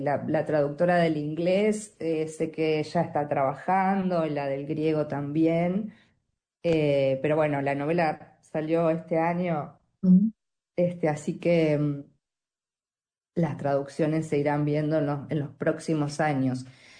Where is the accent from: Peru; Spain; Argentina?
Argentina; yo digo las provincias porque como yo soy provinciana